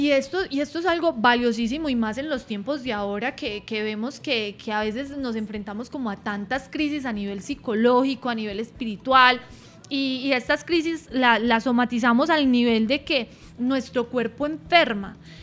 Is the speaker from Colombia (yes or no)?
yes; Colombia